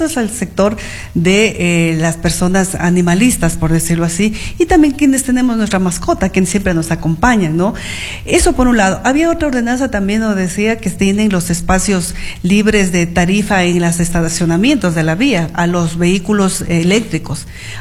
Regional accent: Loja, Ecuador; lo que tiene nuestra tierra, lo que tiene Loja

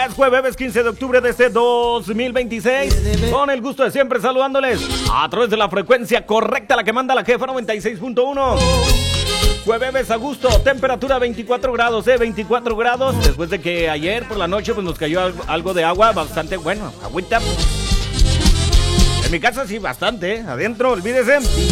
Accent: Mexico; Así somos los de México.

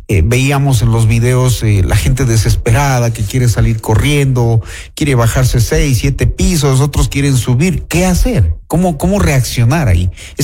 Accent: Ecuador; nosotros como ecuatorianos

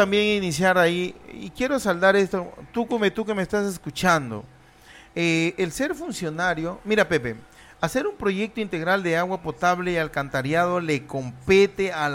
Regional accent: Tucumán, Argentina; como tucumano siempre he salido a la palestra a decirles a los gerentes, a los subgerentes, decirles, amigos, por favor, ayuden a mi pueblo de Tucumán.

